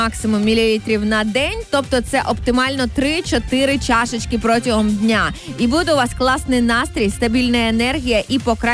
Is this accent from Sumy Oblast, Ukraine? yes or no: no; Zaporizhzhia, Zaporizhzhia Oblast, Ukraine; Я пам'ятаю, з Запоріжжя.